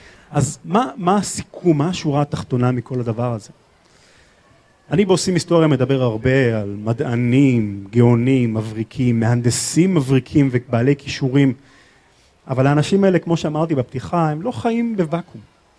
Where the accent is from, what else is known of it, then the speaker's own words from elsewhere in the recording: Hadera, Haifa District, Israel; אז אני הכרתי אותו כילד בשם טכנודה, אני הסתובבתי פה מאות פעמים בתור ילד. זה חלק מנוף ילדותי.